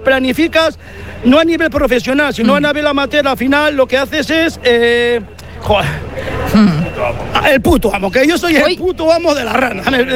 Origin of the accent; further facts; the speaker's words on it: La Arboleda, Basque Country, Spain; A ver, yo soy de la Arboleda y suelo hacer algún torneo pues al cabo del año, ¿no?